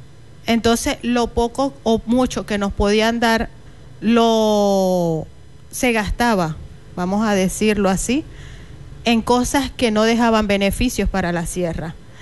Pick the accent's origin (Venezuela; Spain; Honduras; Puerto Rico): Venezuela; Somos venezolanos con todos los mismos derechos y deberes establecidos en la Constitución.